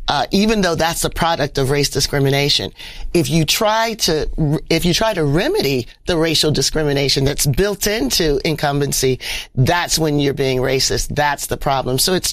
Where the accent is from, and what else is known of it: Canton, Ohio, United States; born or raised there